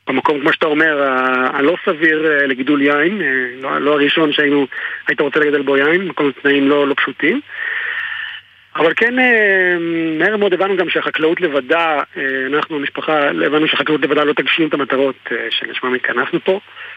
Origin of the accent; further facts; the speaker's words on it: Jerusalem, Jerusalem District, Israel; אני לא נולדתי בירוחם, אני בירושלים במקור, אבל ואני ירושלים במקור